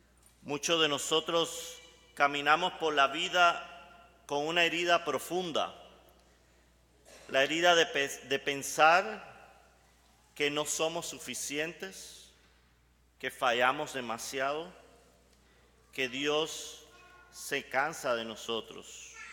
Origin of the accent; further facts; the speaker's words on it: Camagüey, Cuba; moved away as an adult; also born or lived in Maryland / Washington D.C. / Boston / Milwaukee; now in Colorado, United States; soy originalmente de Camagüey, llegué a Estados Unidos en 2003, he vivido en diferentes lugares en Estados Unidos, en Maryland, en Washington D.C. y actualmente en Colorado.